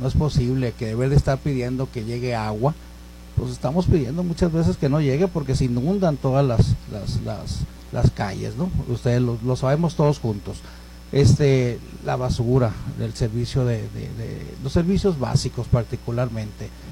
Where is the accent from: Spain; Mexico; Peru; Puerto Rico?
Mexico; Sinaloa; moved away as an adult; now in Ciudad Juárez, Mexico; Me traje a mi primer hijo de un año, mi esposa, soy originario de Sinaloa.